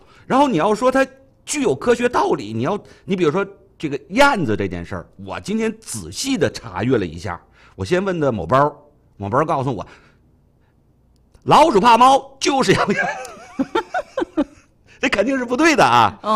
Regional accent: Northeast China, China; 咱们东北

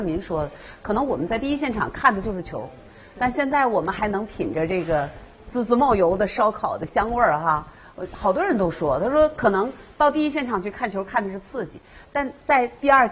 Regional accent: Jinzhou, Liaoning, China; 让您的第二家乡，我的家乡

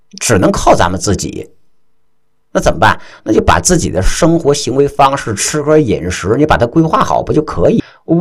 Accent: Shanxi, China; 就像咱们山西人来成长

